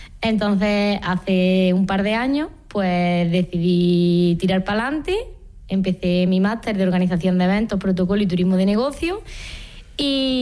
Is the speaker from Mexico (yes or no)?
no; Villanueva del Duque, Andalusia, Spain; o 27 años y soy de Villanueva del Duque. Llevo toda la vida viviendo aquí y por temas de estudios pues me fui a estudiar a Córdoba.